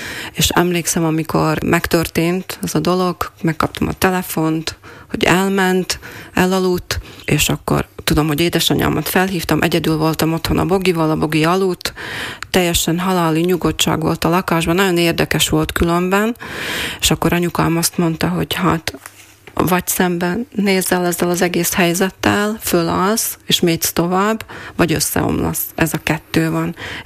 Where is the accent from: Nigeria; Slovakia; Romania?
Slovakia; Moldava nad Bodvou, Košice Region; moved away as an adult; now in Miskolc, Hungary; Igen, Szepsiben nőttem fel. 21 évesen kerültem Kassára. eljöttem táncolni Kassanra, és itt maradtam egészen mostanáig, de négy éve meg már Miskolcra is költöztem.